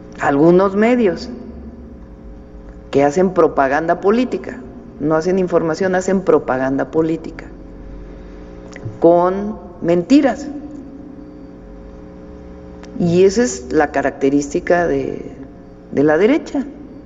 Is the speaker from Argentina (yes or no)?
no; Mexico; todas y todos somos mexicanos